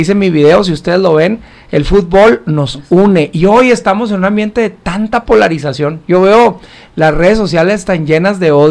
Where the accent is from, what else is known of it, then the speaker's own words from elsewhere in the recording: Mexico; Y todos somos mexicanas y mexicanos.